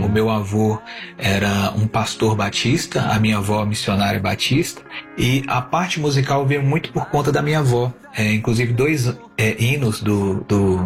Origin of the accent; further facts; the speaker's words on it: Vitória da Conquista, Bahia, Brazil; also born or lived in Itabuna; Carlinhos, eu vim da Bahia, né? Eu nasci numa cidade da Bahia chamada Itabuna.